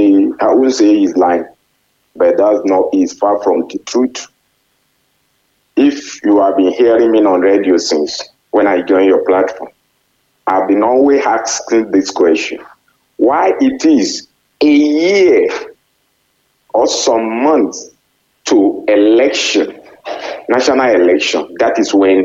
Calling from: Nigeria; As a Nigerian

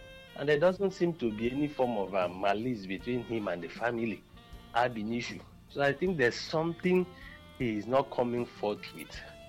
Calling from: Enugu, Enugu State, Nigeria; I'm calling you from Enugu.

